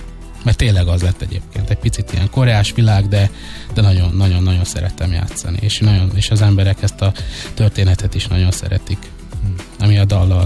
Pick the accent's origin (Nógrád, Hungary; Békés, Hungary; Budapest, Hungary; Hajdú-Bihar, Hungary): Békés, Hungary; én egy békési gyerek vagyok, és az ottani cigány telep mellett nőttünk fel